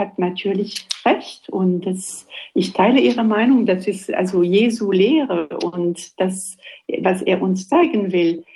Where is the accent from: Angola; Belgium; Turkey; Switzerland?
Belgium; Ich bin Belgierin. Ich bin Belgierin.